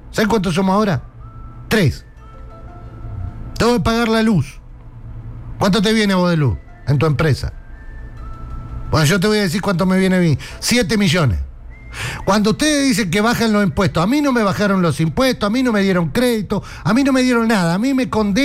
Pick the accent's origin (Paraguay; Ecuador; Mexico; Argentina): Argentina; No me priorizás como ciudadano argentino.